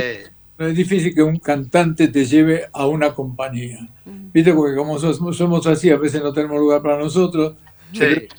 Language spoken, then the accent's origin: Spanish; Buenos Aires, Argentina; Y yo nací en Palermo, nací en Coronel Díaz y Mansilla.